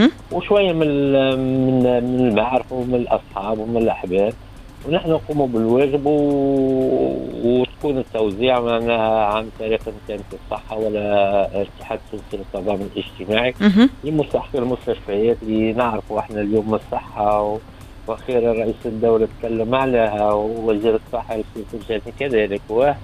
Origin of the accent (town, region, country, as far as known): Tunisia; now in France